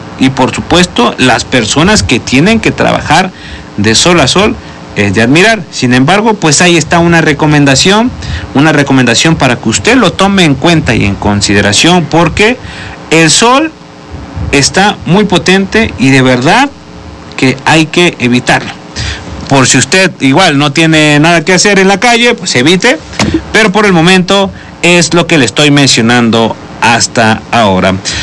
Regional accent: Puebla, Mexico; Su servidor le he dicho muchas veces que soy de la Mixteca Poblana.

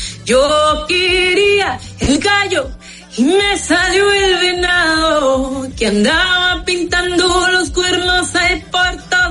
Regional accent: Mexico; nosotros como mexicanos

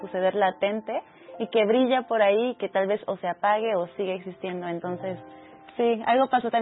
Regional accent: Mexico; espejea mucho lo que somos los mexicanos

